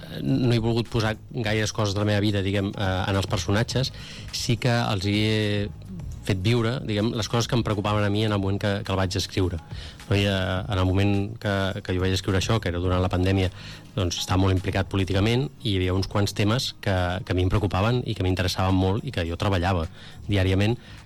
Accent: Catalonia, Spain; sóc de Baix Llobregat

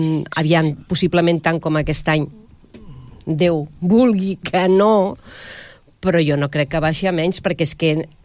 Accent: Barcelona, Catalonia, Spain; nosaltres som de Barcelona

